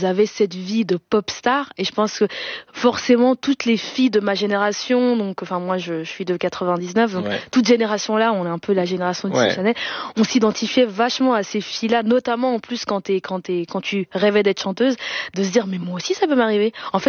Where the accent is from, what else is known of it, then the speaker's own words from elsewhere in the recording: Flanders, Belgium; Moi, j'ai grandi en Flandre, donc j'ai participé à la version francophone.